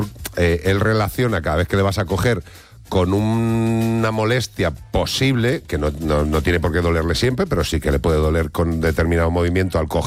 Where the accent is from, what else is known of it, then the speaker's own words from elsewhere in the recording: Spain; A ver, yo amo lo que tengo en mi país y me encanta, pero lo que te quiero decir es que aves de proximidad... en España tenemos aves de proximidad pequeñitas.